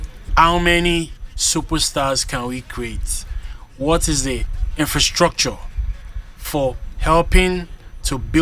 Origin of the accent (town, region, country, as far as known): Nigeria; moved away